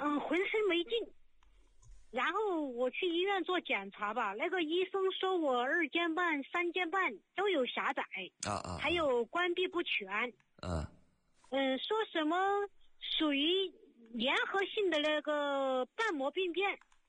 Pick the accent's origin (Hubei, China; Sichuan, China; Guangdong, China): Sichuan, China; accent: Sichuan; 不是，我是四川的。